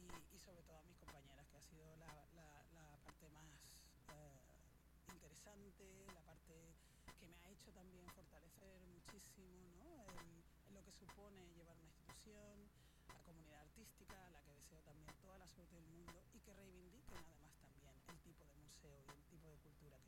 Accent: Canary Islands, Spain; accent: Canarian; also born or lived in Córdoba; Sí, yo es que me siento muy canaria, cordobesa también, porque además ahora me he unido a la Fundación Antonio Gala y me lo paso genial y vuelvo a Córdoba

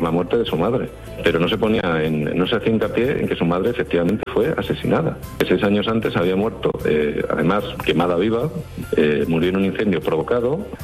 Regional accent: Extremadura, Spain; Soy extremeño, como tía, de la Sierra de Gata

